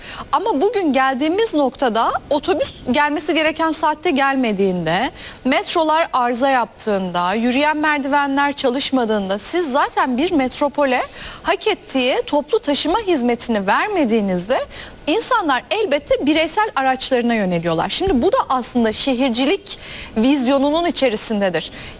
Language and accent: Turkish; Istanbul, Turkey; Dolayısıyla bunu sormak da bir seçmen olarak, bir İstanbullu olarak bizim hakkımız.